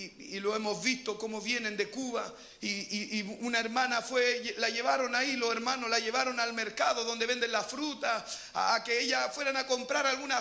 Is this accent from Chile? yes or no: yes; Chile; also born or lived in Ecuador; Señor, ¿para qué lugar estará Chile? ¿Dónde estará mi tierra?